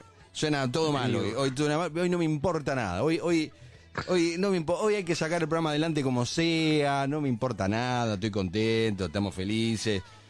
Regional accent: Argentina; Nosotros como argentinos

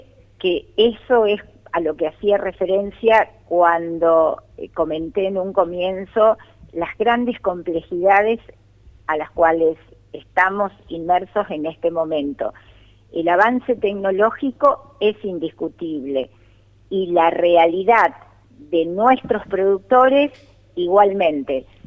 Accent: Sarmiento, Santa Fe, Argentina; yo soy de Sarmiento

